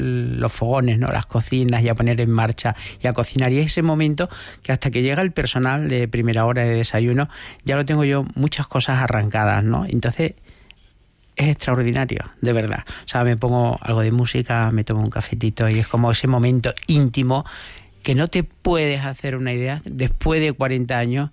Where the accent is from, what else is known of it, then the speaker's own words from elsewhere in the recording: Extremadura, Spain; cómo somos los extremeños